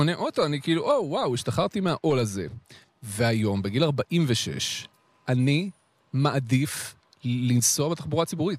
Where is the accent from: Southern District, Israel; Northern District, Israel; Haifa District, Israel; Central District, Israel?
Central District, Israel; Petah Tikva; now in Jerusalem, Israel; אני גדלתי בפתח תקווה